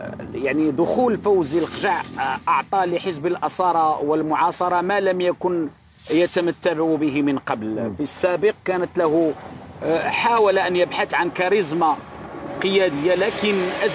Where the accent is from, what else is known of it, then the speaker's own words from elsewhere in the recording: Morocco; عندنا في المغرب